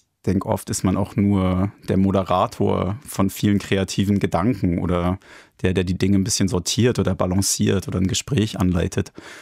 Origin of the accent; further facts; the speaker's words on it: Hamburg, Germany; Also als Hamburger ist dann so, die nächstgrößere Stadt ist irgendwie Berlin. Also wenn einem Hamburg zu eng wird, muss man weiter.